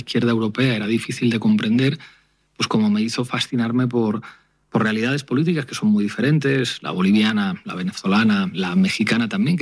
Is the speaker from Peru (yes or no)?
no; Spain; es como un español que entiende que su escuela política es América Latina